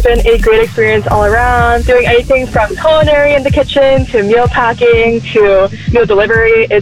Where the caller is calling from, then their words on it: Atlanta, Georgia, United States; from Atlanta.